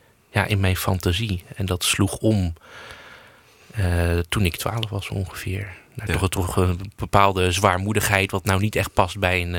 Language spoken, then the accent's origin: Dutch; Alblasserdam, South Holland, Netherlands; now in Zegge, Netherlands; Ik ben opgegroeid in Alblasserdam. Dat is een dorpje bij Dordrecht. Zwaar gereformeerd dorpje. Ik heb daar op een christelijke basisschool gezeten.